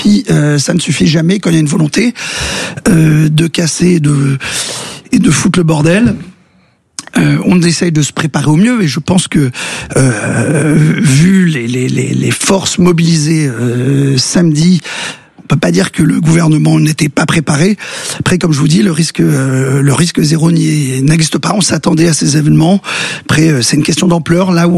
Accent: Hauts-de-France, France; Parce que je suis du Pas-de-Calais et que Lens a gagné brillamment cette Coupe de France.

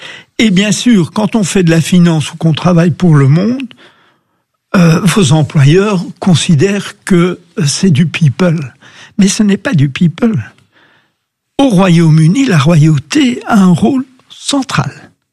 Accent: Brussels, Brussels-Capital Region, Belgium; moved away as an adult; also born or lived in London; je suis bruxellois

